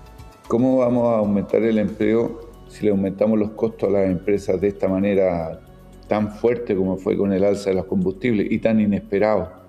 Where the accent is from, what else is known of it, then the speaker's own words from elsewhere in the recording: Antofagasta, Chile; yo soy de Antofagasta.